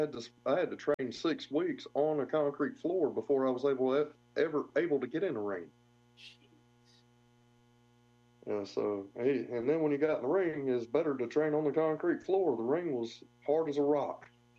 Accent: Middlesboro, Kentucky, United States; now in North Carolina, United States; Well, I live in North Carolina now. Most of my wrestling career has been in the Carolinas. I am originally from Middlesboro, Kentucky, a little small town.

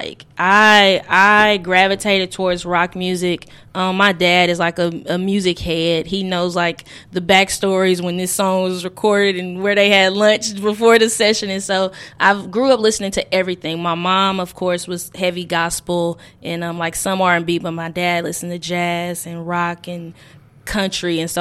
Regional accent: Arkansas, United States; I'm from Arkansas, you know, pretty Southern.

